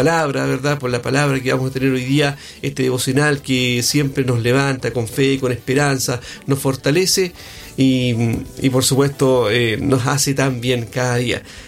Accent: Coronel, Biobío, Chile; nosotros somos de acá, de Coronel, pues, a nuestro coronel querido, acá en la región del Biobío.

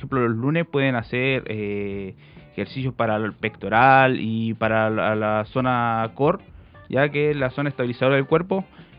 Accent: Chile

